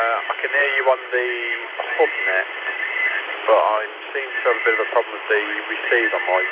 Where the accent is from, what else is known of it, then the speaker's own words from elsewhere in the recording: Tamworth, West Midlands, United Kingdom; the call sign is … … I'm from Tamworth.